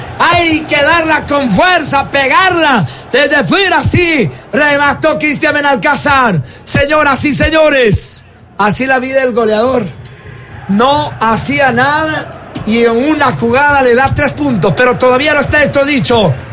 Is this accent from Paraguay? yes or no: no; Paute, Azuay, Ecuador; Luis Chuquira es de mi tierra, Paute, sí señor.